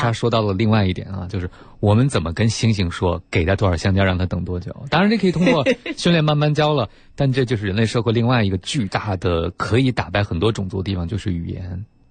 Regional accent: China; 我们都觉得我们是中国人

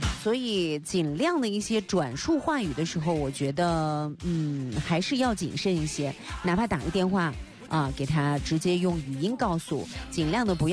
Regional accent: Shaanxi, China; 就会把我们陕北的文化传播到哪里，让更多的人喜欢上我们的陕北文化。

